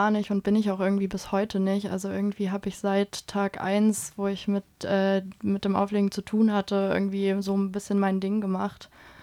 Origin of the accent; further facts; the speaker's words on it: Weimar, Thuringia, Germany; Ich komme aus Weimar und Erfurt ist quasi direkt um die Ecke